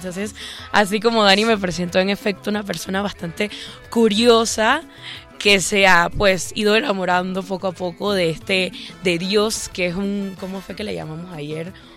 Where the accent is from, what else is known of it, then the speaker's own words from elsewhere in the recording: Panama; yo soy de Panamá, nací y criada en Panamá, tengo 26 años, vengo de una familia, pues, siempre católica al 100%